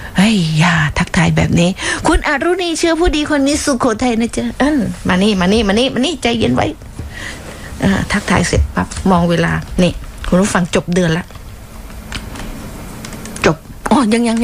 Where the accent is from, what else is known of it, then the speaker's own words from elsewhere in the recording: Southern Thailand, Thailand; เราเป็นคนใต้นี้นะ